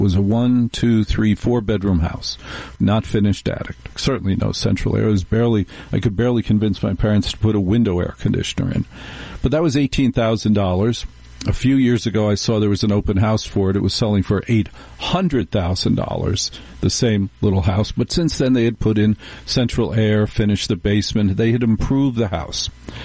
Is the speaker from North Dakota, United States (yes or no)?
no; Maplewood, New Jersey, United States; I grew up in Maplewood, New Jersey.